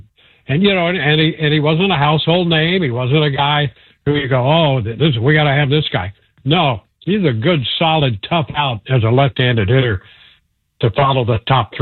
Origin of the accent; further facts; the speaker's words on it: Midwest, United States; I go all the way back to the 60s. You know, I grew up in the Midwest.